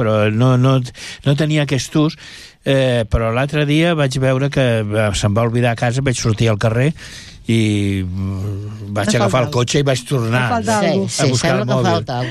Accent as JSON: {"language": "Catalan", "region": "Catalonia", "country": "Spain", "said": "soc català"}